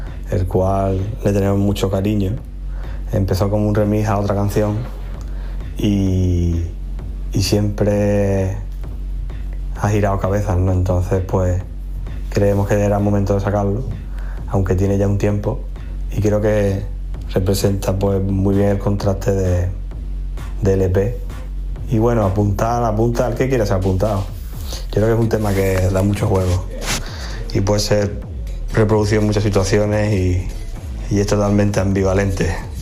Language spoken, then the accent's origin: Spanish; Ceuta, Spain; al final venimos de Ceuta